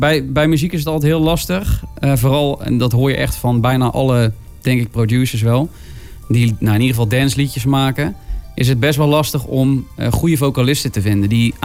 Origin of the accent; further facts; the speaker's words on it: Bergen op Zoom, North Brabant, Netherlands; ik kom uit Berg op Zoom.